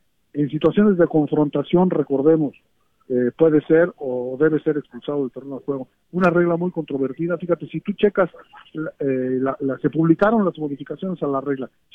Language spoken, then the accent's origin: Spanish; Mexico